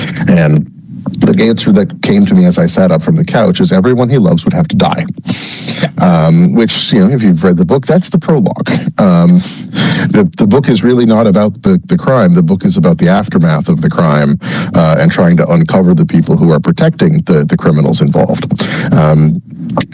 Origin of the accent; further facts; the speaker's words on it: Newfoundland and Labrador, Canada; if I try to set something in Newfoundland, then I end up taking it seriously. It's my home.